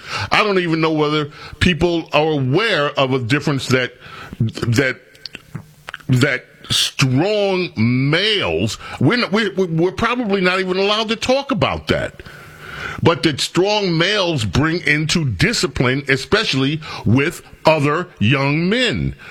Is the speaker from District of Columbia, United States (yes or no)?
no; New York, United States; When I grew up in New York, everybody, the good students were fearful that if we did something really bad, we'd get sent to a 600 school.